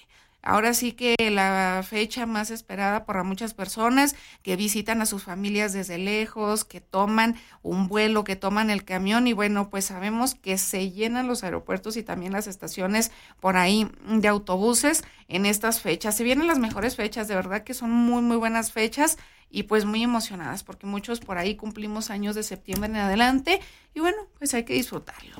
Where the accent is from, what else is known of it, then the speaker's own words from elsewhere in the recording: Mexico; somos mexicanos, traemos el nopal en la cara